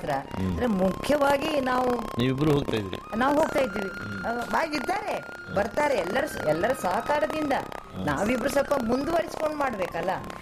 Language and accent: Kannada; Mangaluru, Karnataka, India; ನಮ್ಮ ಊರಲ್ಲಿ ಈ ಬೋಳೂರಲ್ಲಿ